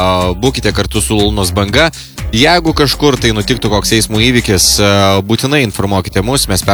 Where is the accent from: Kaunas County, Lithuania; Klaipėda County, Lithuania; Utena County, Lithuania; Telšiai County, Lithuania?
Klaipėda County, Lithuania; Klaipėda; Galim tikrai pasidžiaugti, kad esam klaipėdiečiai.